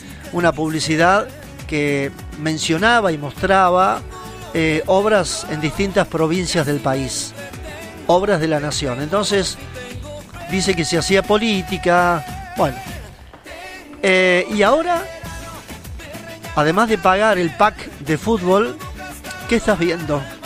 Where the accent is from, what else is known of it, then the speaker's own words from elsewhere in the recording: Argentina; Pero soy argentino. Amo mi patria y mi bandera.